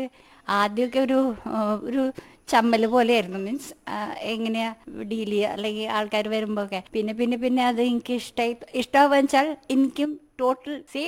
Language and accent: Malayalam; Mumbai, Maharashtra, India; now in Kerala, India; ഞാൻ ജനിച്ച് വളർന്നത് ബോംബെയിലാണ്.